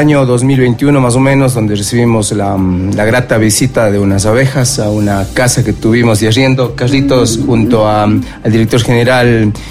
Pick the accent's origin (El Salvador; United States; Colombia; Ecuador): Ecuador; Cuenca, Azuay; born or raised there